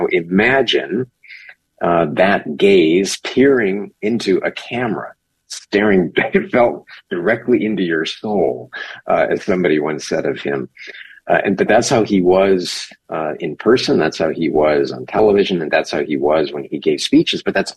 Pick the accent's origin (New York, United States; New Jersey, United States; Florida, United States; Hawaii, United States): Hawaii, United States; also born or lived in Germany; I was born in Germany, grew up in Hawaii, military. My dad retired there